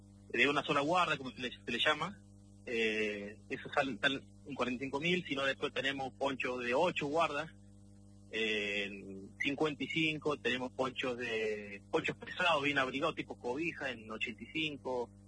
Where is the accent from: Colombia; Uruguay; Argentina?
Argentina; Córdoba; Soy de Córdoba.